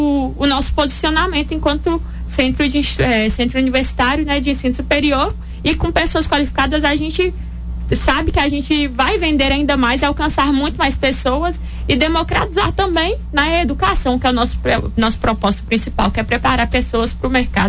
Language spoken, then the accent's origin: Portuguese; Montes Claros, Minas Gerais, Brazil; Eu saí de Montes Claros é a 533 quilômetros aqui, pessoal, para buscar uma melhoria, né?